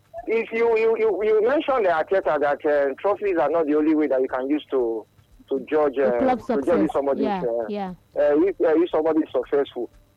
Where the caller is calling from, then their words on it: Lekki, Lagos, Nigeria; I'm calling from Lekki.